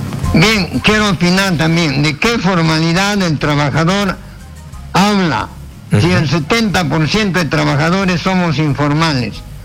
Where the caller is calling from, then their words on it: Huancayo, Junín, Peru; de Huancayo.